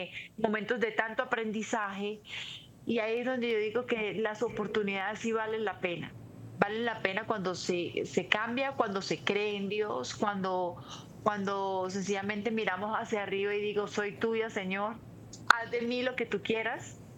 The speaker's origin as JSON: {"language": "Spanish", "town": "Táriba", "region": "Táchira", "country": "Venezuela", "tie": "born there", "said": "yo nací en Tariba"}